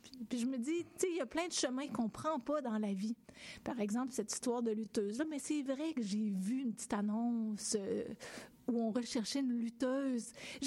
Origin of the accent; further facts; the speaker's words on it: Black Lake, Quebec, Canada; Il y a mon enfance à Black Lake. Black Lake, c'était quand moi j'étais petite. C'est sûr que ça évolue un peu, mais quand moi j'étais petite, Black Lake, c'est une petite ville. Il y a une grosse, grosse mine d'amiante. Si vous êtes déjà passé dans le coin de Thetford Mines, la grosse mine très profonde